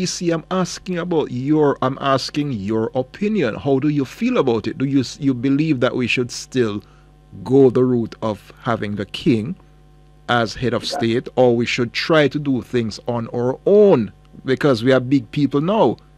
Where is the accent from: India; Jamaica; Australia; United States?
Jamaica